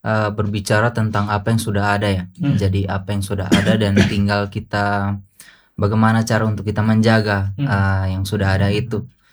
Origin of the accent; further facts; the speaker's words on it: East Nusa Tenggara, Indonesia; dari lubuk hati saya sebagai seorang Timor